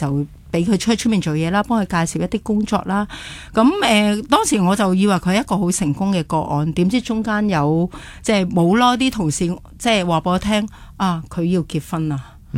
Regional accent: Hong Kong; 我哋香港小朋友

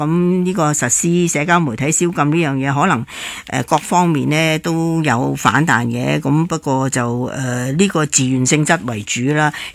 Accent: Hong Kong

